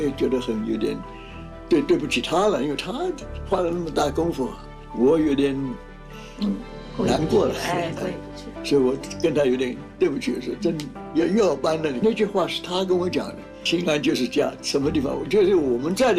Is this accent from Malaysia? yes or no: yes; Malaysia; 因为换句话说，我小的时候从小我在马来亚长大的时候，父母就说 Home is not here， 这不是我们的家，我们的家在那边。